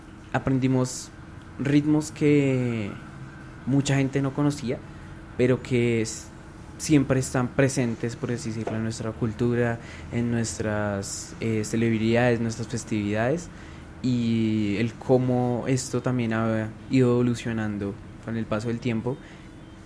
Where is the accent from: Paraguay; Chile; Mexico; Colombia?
Colombia; ese amor a la cultura que tenemos como colombianos.